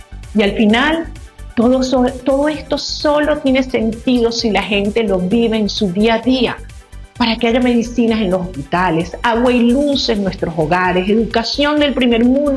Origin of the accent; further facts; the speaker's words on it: Venezuela; Somos venezolanos y queremos seguir siéndolo.